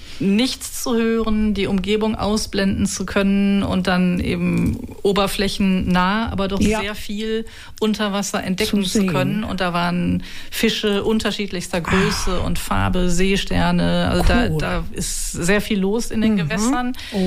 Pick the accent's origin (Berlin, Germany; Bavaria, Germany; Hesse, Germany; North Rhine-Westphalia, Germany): North Rhine-Westphalia, Germany; Herten; now in Bremen, Germany; Wobei ich ja jetzt lange schon in Bremen lebe, aber ein Teil der Menschen kennt mich dort auch.